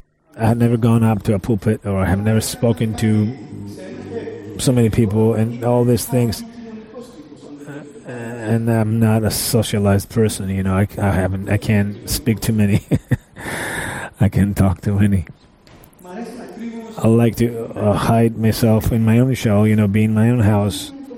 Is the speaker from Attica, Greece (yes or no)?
no; Rhodes, South Aegean, Greece; English is a second language; moved away; also born or lived in Heraklion; within a year I was in Heraklion from Rhodes, what was my homeland.